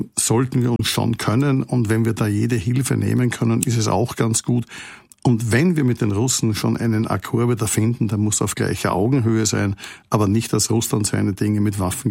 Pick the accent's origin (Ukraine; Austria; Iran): Austria; Und ich komme aus einem neutralen Land, wie Sie an meiner Stimme hören. Ich bin Österreicher.